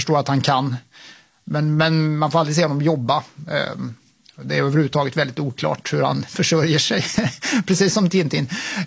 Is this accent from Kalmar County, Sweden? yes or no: yes; Mönsterås, Kalmar County, Sweden; Jag är uppvuxen i Mönsterås, lite nord, norr om Kalmar.